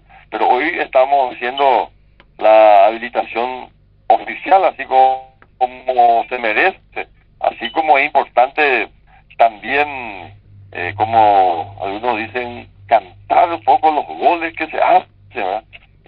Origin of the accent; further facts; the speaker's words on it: San Estanislao, San Pedro, Paraguay; en mi pueblo, en mi distrito, en Santaní